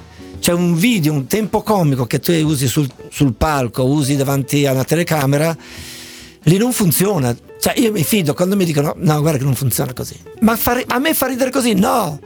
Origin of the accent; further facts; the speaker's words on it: Genoa, Liguria, Italy; Io volevo fare psicologia, ma era a Padova, io sono di Genova.